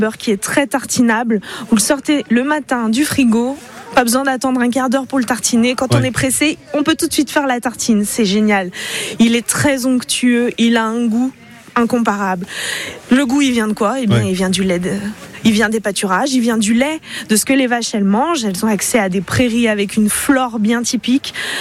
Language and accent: French; Bresse, France; chez nous, en Bresse.